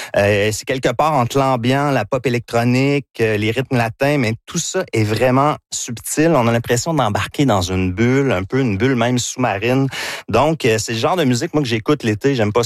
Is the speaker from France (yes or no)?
no; Victoriaville, Quebec, Canada; accent: Victoriaville; Puis c'est mon accent de Victoriaville. Vous comprenez que c'est ça.